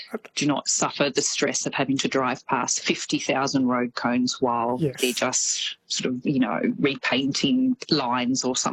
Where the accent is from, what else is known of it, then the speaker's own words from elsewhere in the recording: Australia; accent: Australian; now in New Zealand; And Lord knows, people like me with my colonial Australian accent often butcher them.